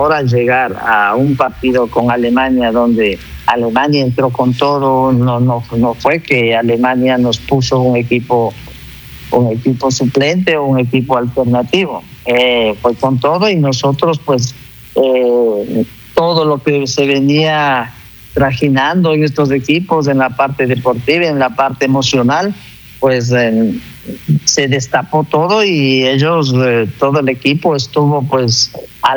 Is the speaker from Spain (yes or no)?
no; Ecuador